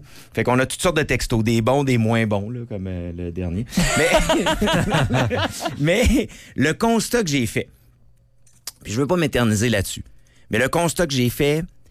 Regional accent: Quebec, Canada; Comme Québécois-Canadien

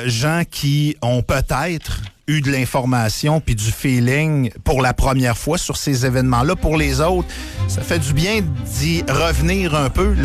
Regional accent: Quebec, Canada; je viens du Saguenay-Lac-Saint-Jean.

